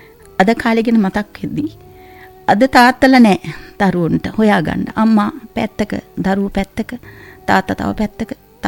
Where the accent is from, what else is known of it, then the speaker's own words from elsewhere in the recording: Vavuniya, Northern Province, Sri Lanka; born there; also born or lived in Kebithigollewa; මම ඉපදුනේ වවුනියාව හොස්පිටල් එකේ.